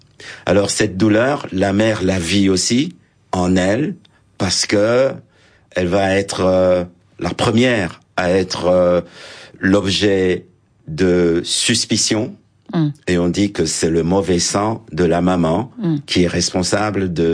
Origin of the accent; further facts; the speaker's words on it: Lubumbashi, Katanga, DR Congo; Bah évidemment, le Katanga, parce que je suis né à Elisabethville, hein, on appelait ça Elisabethville, où j'ai des souvenirs de l'enfance